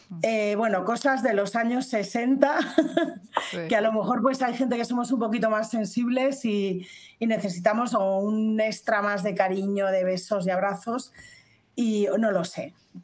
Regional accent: Spain; soy española, tengo 62 años, nací en el 64

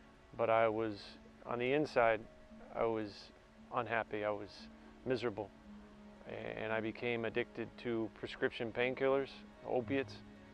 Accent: Chicago, Illinois, United States; also born or lived in Florida / England; now in Lourdes, France; I am from Chicago.

